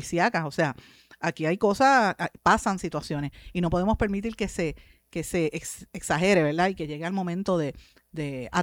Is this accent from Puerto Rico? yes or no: yes; Puerto Rico; Nosotros somos colonia de Estados Unidos, y no, para algunas cosas somos libre asociado, para otras cosas somos colonia.